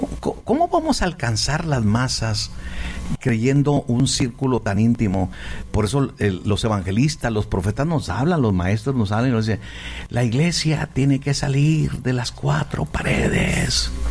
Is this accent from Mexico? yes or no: yes; Ciudad Juárez, Chihuahua, Mexico; born there; Yo soy de Ciudad Juárez, Chihuahua, nacido en Chihuahua